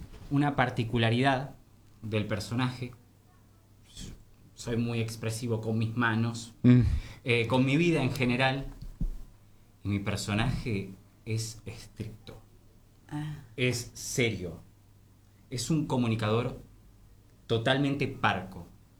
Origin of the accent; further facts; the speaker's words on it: Italy; Soy italiano, somos italianos, hablamos con las manos nosotros.